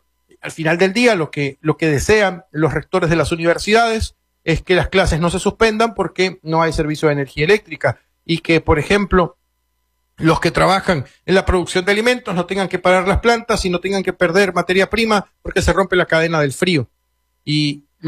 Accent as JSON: {"language": "Spanish", "country": "Venezuela", "said": "Y digo que me gustaría saber como venezolano."}